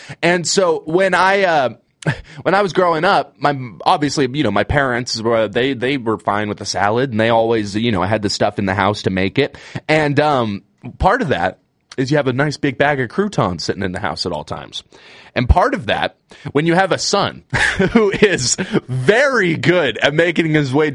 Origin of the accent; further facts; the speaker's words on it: Manson, Washington, United States; I was working at a sandwich shop at my home in my hometown of Manson, Washington